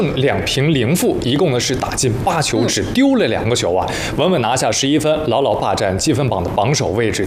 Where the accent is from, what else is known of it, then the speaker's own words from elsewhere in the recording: Northeast China, China; 这是咱们东北人的团体竞技